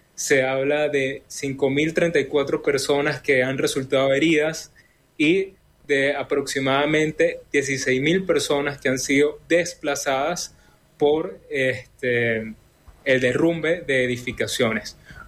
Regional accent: Venezuela; para nosotros como venezolanos

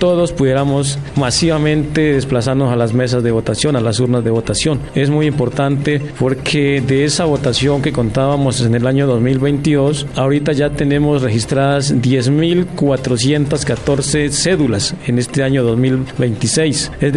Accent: Colombia; Nosotros, como pueblos indígenas y que colombianos que somos

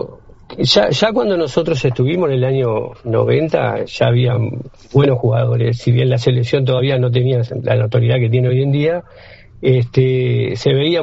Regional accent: Uruguay; Así que como uruguayo le deseo lo mejor

